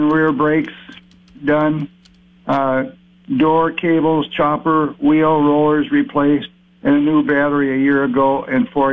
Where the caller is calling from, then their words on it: Winchester, United States; from Winchester, but I'm moving into an independent living in Sioux Falls.